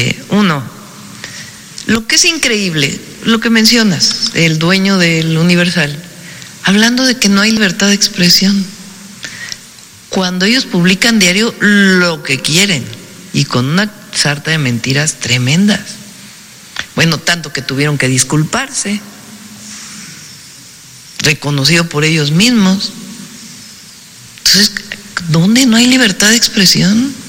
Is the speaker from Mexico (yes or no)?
yes; Mexico; Somos mexicanos. Soy mexicana. Soy mexicano.